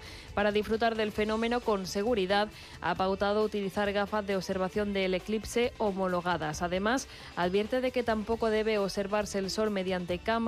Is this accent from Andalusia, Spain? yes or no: yes; Alcalá de Guadaíra, Andalusia, Spain; en mi pueblo, en Alcalá de Guadaira, en Sevilla.